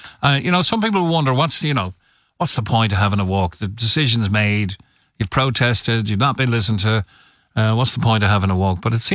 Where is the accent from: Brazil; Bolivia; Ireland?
Ireland; Dublin, Leinster; Next thing Mossy heard the accent, you're not from Cork. No, I'm from Dublin.